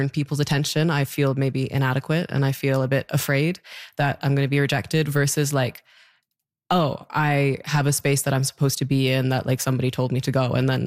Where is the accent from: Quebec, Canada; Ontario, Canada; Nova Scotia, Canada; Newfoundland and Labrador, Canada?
Newfoundland and Labrador, Canada; born there; I was born in Newfoundland.